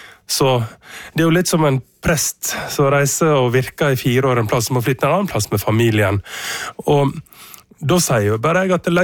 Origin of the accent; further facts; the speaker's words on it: Utvik, Vestland, Norway; pendler jo fra Utvik til Førde, som jo en time kvarter hver vei. Men det gjør det mulig for meg å bo på heimstaden min